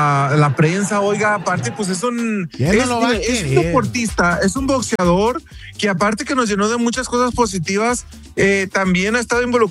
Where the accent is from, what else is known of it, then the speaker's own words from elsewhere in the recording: Mexico; now in United States; soy mexicano, me sentí con más orgullo mexicano, con más sabor a mi pueblo mexicano.